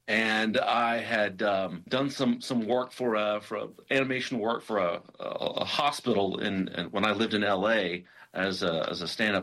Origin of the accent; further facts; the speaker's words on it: Birmingham, Alabama, United States; Yeah, I grew up in Birmingham, Alabama